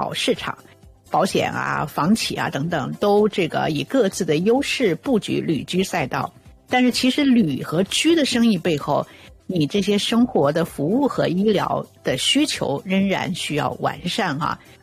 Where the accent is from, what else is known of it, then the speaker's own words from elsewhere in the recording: Chengdu, Sichuan, China; 可能想到我要这个就是作为成都人哈，思乡了。